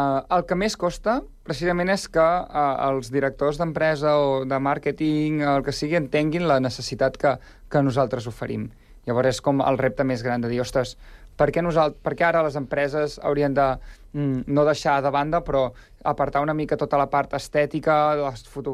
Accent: Girona, Catalonia, Spain; Al final, venim de Girona, que és també, jo considero que és una ciutat petita

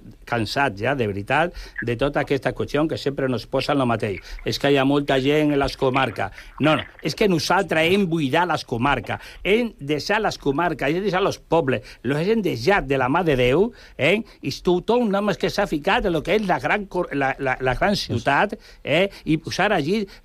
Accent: Extremadura, Spain; moved away as an adult; now in La Floresta, Sant Cugat, Spain; allà al meu poble, en Extremadura... que vaig sortir jo amb 19 anys i tinc ara 80

